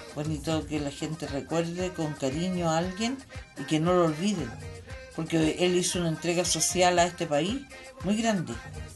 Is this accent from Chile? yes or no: yes; Chile; Mostremos que somos chilenos.